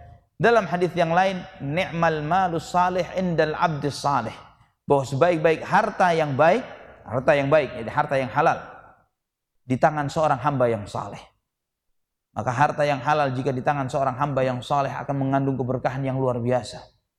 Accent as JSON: {"language": "Indonesian", "town": "Surabaya", "region": "East Java", "country": "Indonesia", "said": "Saya termasuk sebabnya, saya dari Surabaya."}